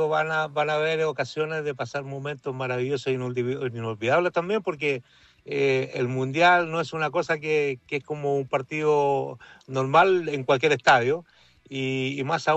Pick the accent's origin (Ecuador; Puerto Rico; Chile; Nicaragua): Chile; moved away; al menos como chileno